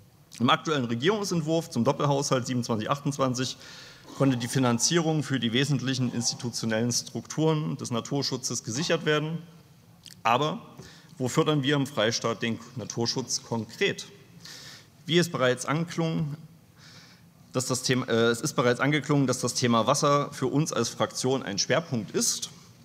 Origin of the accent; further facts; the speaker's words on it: Leipzig, Saxony, Germany; als Leipziger